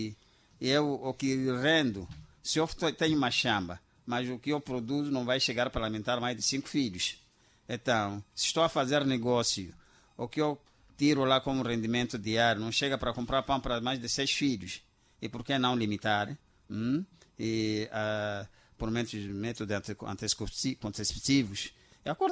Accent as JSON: {"language": "Portuguese", "country": "Mozambique", "said": "da nossa união como moçambicanos"}